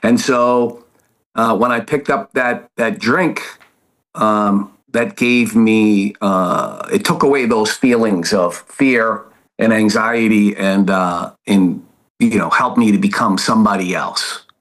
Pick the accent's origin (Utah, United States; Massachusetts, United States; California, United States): Massachusetts, United States; Boston; I grew up in the city. I grew up in Dorchester, Massachusetts, a rough neighborhood. And, you know, I'm one of nine kids. I'm the middle of nine kids.